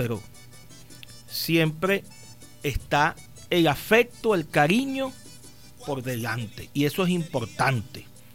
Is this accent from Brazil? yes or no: no; Altagracia de Orituco, Guárico, Venezuela; la ciudad de Altagracia y Orituco, al municipio José Tadeo Monagas, que es donde vivo, que es donde he crecido profesionalmente, donde crecí, donde me gradué en el liceo, luego en el Liceo Buena Hora, nací en el Hospital Dr. José Francisco Torrealba un 28 de septiembre